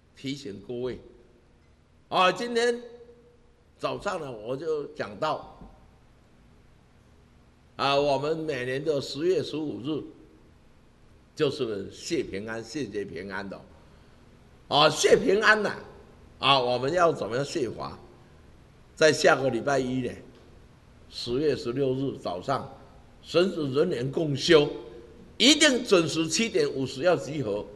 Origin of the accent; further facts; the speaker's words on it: Taiwan; 那时候我们台湾人口在节育嘛，